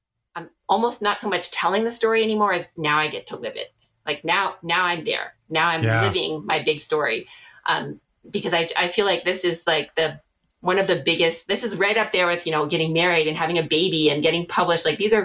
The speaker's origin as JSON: {"language": "English", "region": "East Coast", "country": "United States", "tie": "born or raised there", "also_born_or_lived": "New York / Pennsylvania / Maryland / Washington, D.C.", "said": "I grew up, on the East Coast. I was born in upstate New York, lived there when I was little, lived in Pennsylvania, then in Maryland, then in DC."}